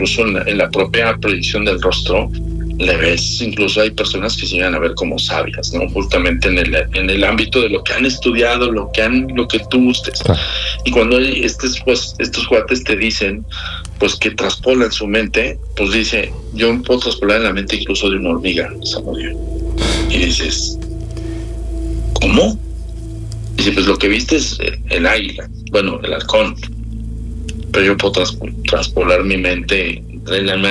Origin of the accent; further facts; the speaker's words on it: Mexico; Yo para mí, yo jamás, es más, ni siendo mexicano, soy así como, claro, idiático.